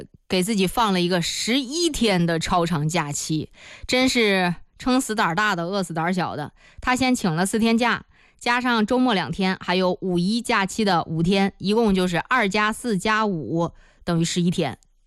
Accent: Zhengding, Hebei, China; 因为我老家是正定的嘛，我们家也是在古城附近住，

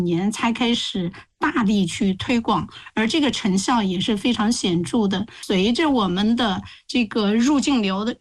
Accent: Linyi, Shandong, China; 比如说我的老家是临沂，

